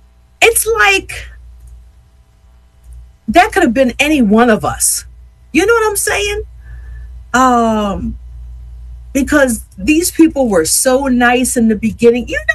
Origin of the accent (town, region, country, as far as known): Yeadon, Pennsylvania, United States; born or raised there